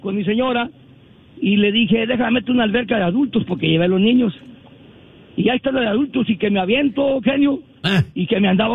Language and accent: Spanish; Guadalajara, Jalisco, Mexico; Yo soy de Guadalajara.